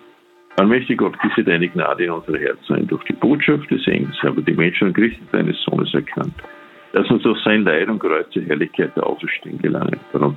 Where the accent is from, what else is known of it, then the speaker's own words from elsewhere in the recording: Salzburg, Austria; born there; Heute ist ja wunderbarer Feiertag für mich als Salzburger, gebürtiger.